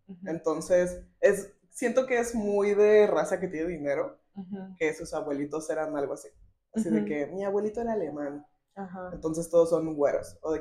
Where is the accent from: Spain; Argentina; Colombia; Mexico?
Mexico; Lagos de Moreno, Jalisco; No, yo nací y crecí en Lagos de Moreno, en los Altos de Jalisco.